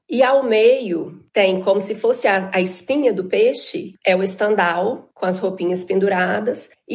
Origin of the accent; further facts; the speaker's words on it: Brazil; E eu sou brasileira.